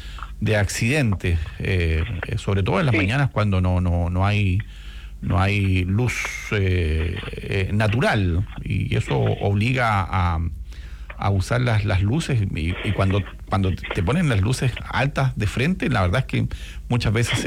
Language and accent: Spanish; Coyhaique, Aysén, Chile; born there